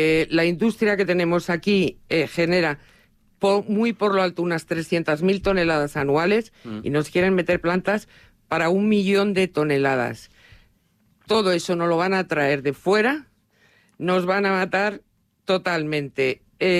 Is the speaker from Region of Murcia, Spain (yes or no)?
no; Castilla-La Mancha, Spain; Yo estoy defendiendo mi tierra. Mi tierra incluye Talavera, Cazalegas, Cervera, Pepino, Velada, Calera, todos los alrededores que tenemos aquí.